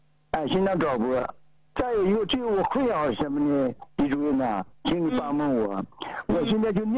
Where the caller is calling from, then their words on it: Jilin, China; 全心全意为我们吉林人呢